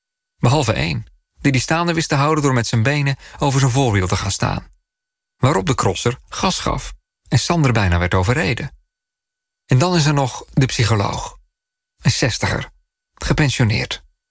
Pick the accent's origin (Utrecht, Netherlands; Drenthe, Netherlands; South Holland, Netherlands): Utrecht, Netherlands; Amersfoort; ik kom uit Amersfoort.